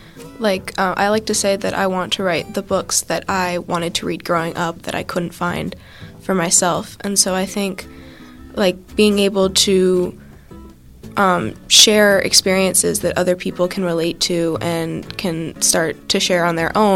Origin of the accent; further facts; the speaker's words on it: China; finding books that express my identity, because I'm biracial. I'm like half Asian, half white, and I grew up in China.